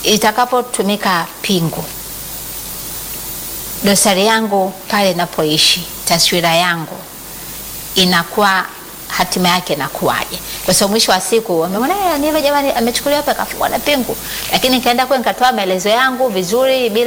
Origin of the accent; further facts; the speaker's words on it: Tanzania; Sasa mimi kama Mtanzania nina jukumu la kujilinda.